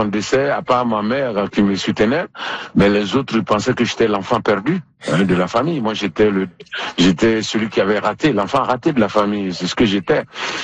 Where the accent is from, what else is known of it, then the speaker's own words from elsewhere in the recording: Côte d’Ivoire; Les gens m'ont demandé d'où je viens, j'ai dit Côte d'Ivoire